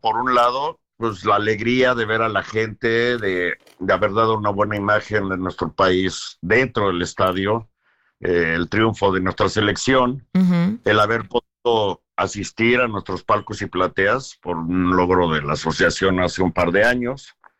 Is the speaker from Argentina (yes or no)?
no; Mexico; Y eso me duele como mexicano